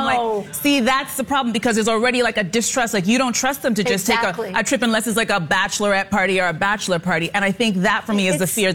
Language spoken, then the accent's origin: English; England, United Kingdom; Can you tell I'm right English?